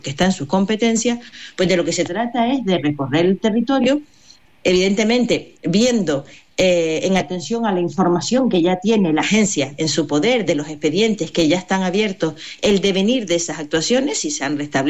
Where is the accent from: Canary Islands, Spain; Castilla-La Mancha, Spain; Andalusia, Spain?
Canary Islands, Spain; como islas canarias que somos